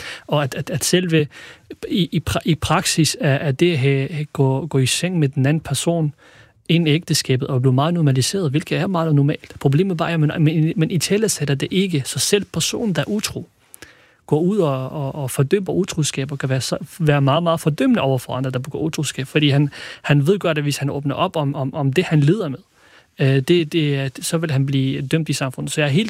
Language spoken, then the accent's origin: Danish; Kurdistan Region, Iraq; Jeg er kurder fra Irak oprindeligt.